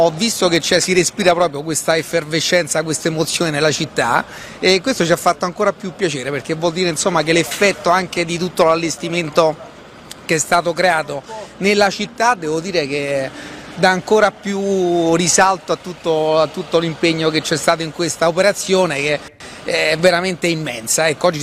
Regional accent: Taranto, Apulia, Italy; Sono tarantino

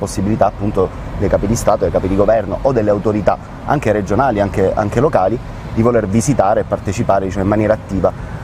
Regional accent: Palermo, Sicily, Italy; io da quando sono qui mi sento a casa, da palermitano.

